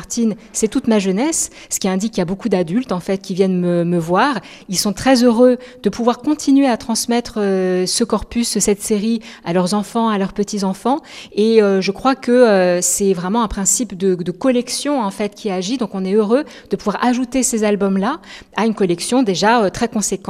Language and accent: French; France; born there; Moi, je ne suis pas belge, je suis née en France.